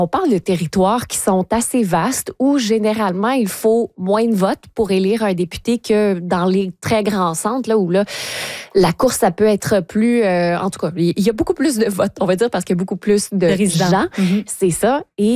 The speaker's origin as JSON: {"language": "French", "region": "Quebec", "country": "Canada", "said": "il était allé dans une ferme à Saint-Tite, chez nous en Mauricie"}